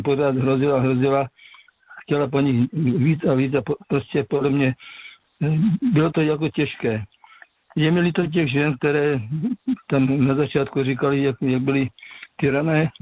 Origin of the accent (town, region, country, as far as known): Moravian Slovakia, Czechia; now in Kopřivnice, Czechia